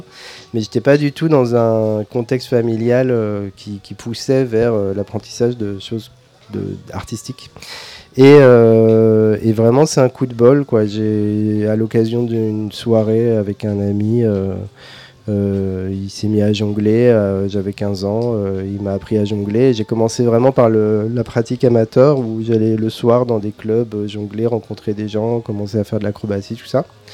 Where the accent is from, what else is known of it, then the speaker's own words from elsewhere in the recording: Belgium; Moi je viens de Belgique déjà.